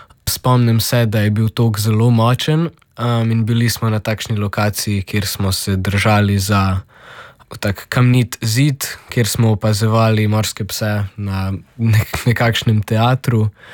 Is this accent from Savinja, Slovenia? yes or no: yes; Celje, Savinja, Slovenia; Ja, se pravi, z družino smo originalno iz Celja. V Umagu na Hrvaškem imamo potapljaški center, kjer delamo poleti, ko je sezona.